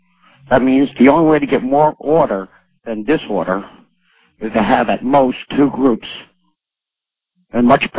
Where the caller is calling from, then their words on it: West Haven, Connecticut, United States; West Haven, Connecticut.